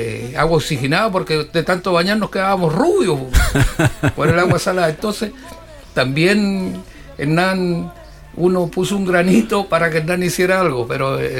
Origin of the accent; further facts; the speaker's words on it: Tongoy, Coquimbo, Chile; now in Coquimbo, Chile; Pues yo nací junto al mar, que se dice, yo he vivido en Tongoy, un pueblito pesquero.